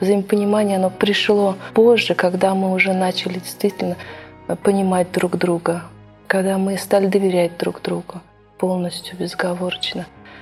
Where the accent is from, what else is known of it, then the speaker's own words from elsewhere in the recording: Kazan, Tatarstan, Russia; moved away as an adult; now in Nizhny Novgorod, Russia; я сама родом из Казани. Прожила там 20 лет до того, как вышла замуж. И переехала в Нижний Новгород.